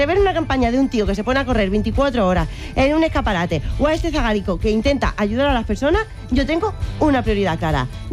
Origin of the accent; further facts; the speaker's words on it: Region of Murcia, Spain; Claro, bueno, es que en verdad no había visto ese superpoder porque como murciana...